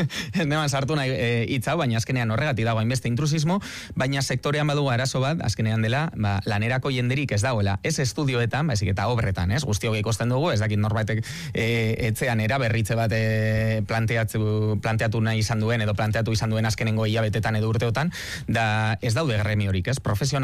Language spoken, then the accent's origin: Basque; Amurrio, Basque Country, Spain; also born or lived in Bilbao; Bilbon jaioa, bai, baina, bueno, Amurrioarra